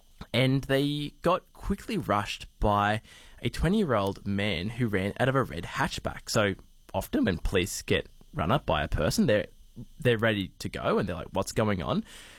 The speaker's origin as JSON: {"language": "English", "country": "Australia", "said": "But as the Australian community, I think a lot of people were disappointed."}